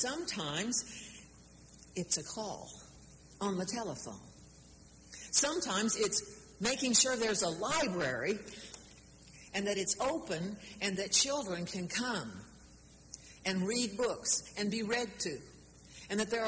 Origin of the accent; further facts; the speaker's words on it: Topeka, Kansas, United States; born there; I was born in Topeka, which was at the time the second largest town, city in Kansas. And Mother and Daddy grew up in Valley Falls, which is about 35 miles north